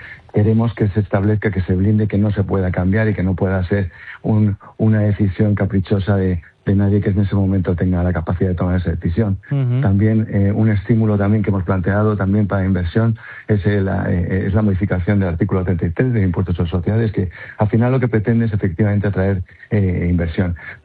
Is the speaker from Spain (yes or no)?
yes; Ceuta, Spain; los ciudadanos de Ceuta, que somos tan españoles como los de Albacete o los de Madrid.